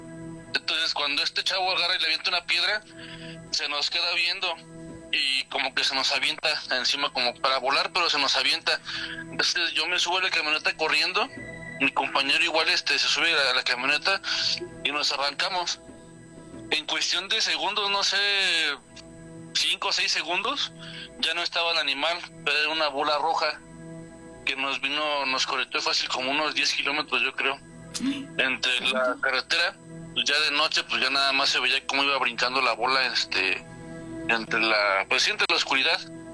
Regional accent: Saltillo, Coahuila, Mexico; yo vengo yo soy de Saltillo, Coahuila. Yo viví mucho tiempo allá en Coahuila.

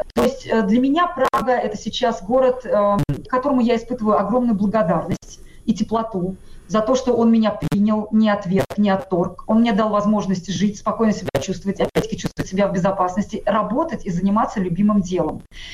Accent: Tatarstan, Russia; now in Prague, Czechia; Я татарка. Я, конечно, 100% татарка. Я никогда не ощущала, кстати, себя русским человеком, даже в советские времена.

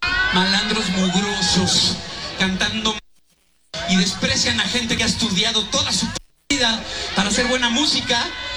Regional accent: Mexico; Somos mexicanos, güey, habla como mexicano

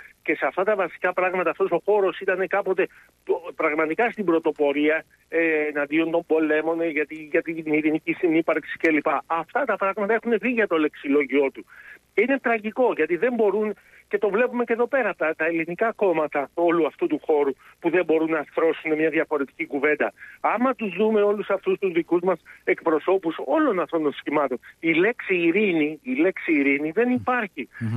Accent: Greece; εμάς εδώ σαν Έλληνες και σαν αριστερούς Έλληνες

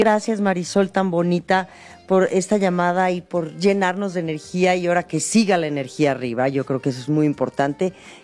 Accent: Mexico; Claro, somos un gran país y me encanta que entre tú y yo nos demos, nos reafirmemos como mexicanos.

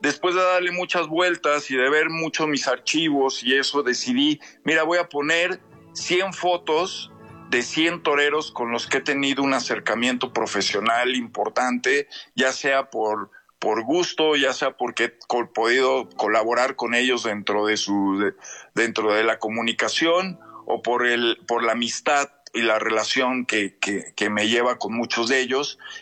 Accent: Mexico City, Mexico; born there; now in Aguascalientes, Mexico; mi madre es de aquí de Aguascalientes, yo nací en la Ciudad de México, pero bueno, pues tengo mucho cariño, ya tengo varios años viviendo aquí en Aguascalientes

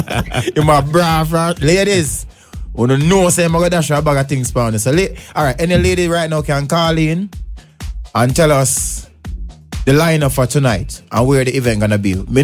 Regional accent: Jamaica; say, as a Jamaican selector, we give a bag of present

